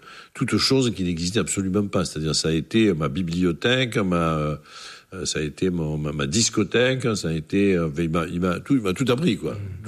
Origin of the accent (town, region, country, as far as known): Marseille, Provence-Alpes-Côte d'Azur, France; born or raised there